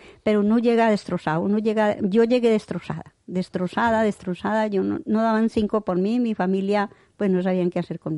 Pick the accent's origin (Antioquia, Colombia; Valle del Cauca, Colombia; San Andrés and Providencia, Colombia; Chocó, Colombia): Antioquia, Colombia; Ituango; now in Spain; En mi pueblo, yo soy colombiana, y mi pueblo se llama Ituango.